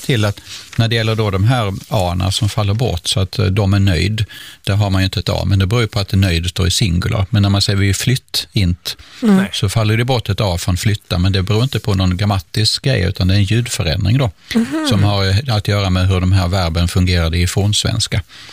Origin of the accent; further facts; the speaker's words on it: southern Sweden, Sweden; Och då är det så att i södra Sverige där jag kommer ifrån, då har vi bara det bakre sje-ljudet.